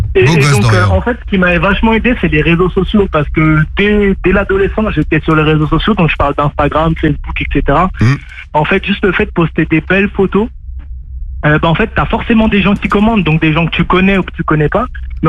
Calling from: Lyon, Auvergne-Rhône-Alpes, France; Je suis à Lyon.

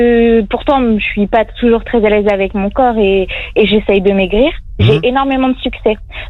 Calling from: Lille, Hauts-de-France, France; C'est ça, je suis à Lille.

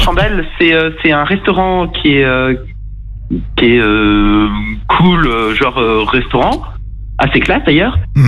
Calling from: Guingamp, Brittany, France; je suis à Guingamp

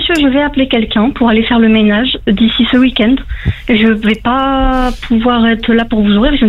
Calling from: France; moi je ne suis pas dans mon appartement en France, je suis en Erasmus, je ne suis pas chez moi

